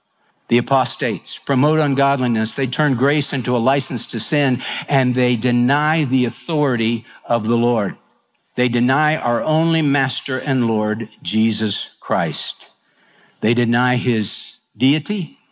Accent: Houston, Texas, United States; We came from Houston. We weren't used to that. Houston wasn't like that.

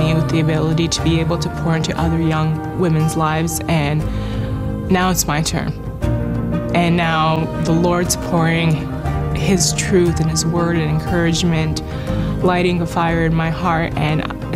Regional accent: Moldova; born there; English is a second language; moved away as an adult; I was born in Eastern Europe in Moldova, and my family immigrated here when I was 18.

